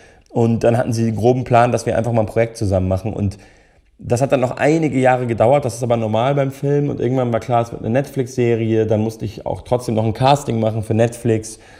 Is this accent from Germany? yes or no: yes; Munich, Bavaria, Germany; born or raised there